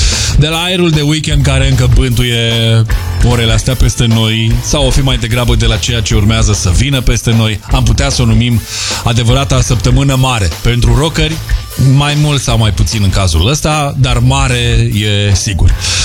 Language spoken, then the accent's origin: Romanian; Romania; noi nu suntem români.